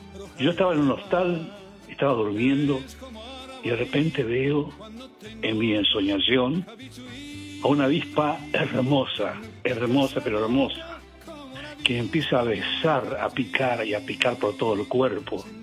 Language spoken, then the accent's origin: Spanish; Formosa, Argentina; first language Guarani; Spanish is a second language; moved away; el idioma de mis padres, en Paraguay, ellos nacieron en el Paraguay. Mi primer idioma fue el guaraní, por supuesto, en Formosa, mi tierra natal.